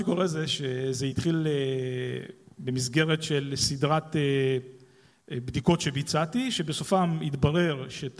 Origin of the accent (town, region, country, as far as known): Bat Yam, Tel Aviv District, Israel; born there; also born or lived in Ashkelon / Georgia